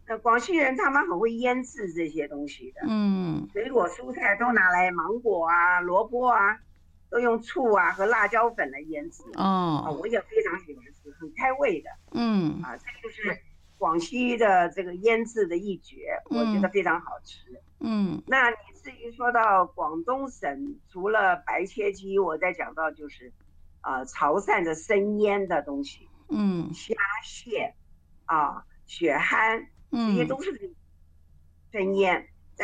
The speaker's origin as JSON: {"language": "Chinese", "country": "Taiwan", "said": "就像我们台湾人吃的这个那个什么，仙草，"}